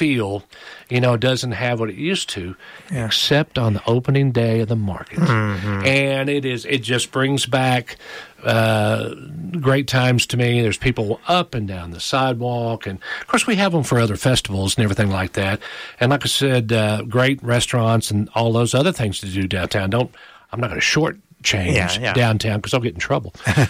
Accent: Paragould, Arkansas, United States; Now, I wasn't born in Paragould, but I've been there all but 3 years of my life. So I'm from Paragould.

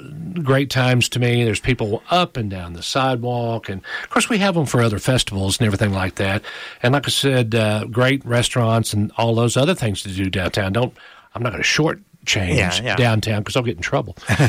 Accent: Paragould, Arkansas, United States; Now, I wasn't born in Perigold, but I've been there all but 3 years of my life. So I'm from Perigold.

